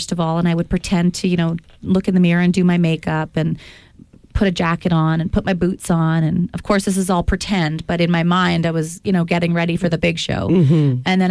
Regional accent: Dauphin, Manitoba, Canada; I grew up in Dauphin, like I said, where we only had one radio station. It was 730 CKDM. And guess what they played? Country music.

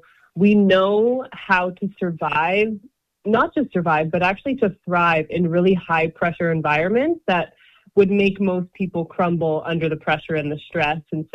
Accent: Edmonton, Alberta, Canada; primarily raised in Edmonton, but our family comes from all over Treaty 6 and Treaty 8 territory. So from Slave Lake to Lac St. Anne and up north in Fort Mackay and Fort McMurray

